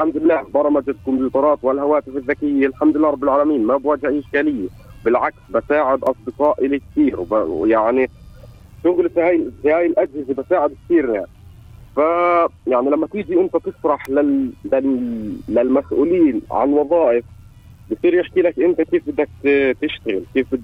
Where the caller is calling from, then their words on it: Palestine; الوضع اللي احنا عايشين فيه كفلسطيني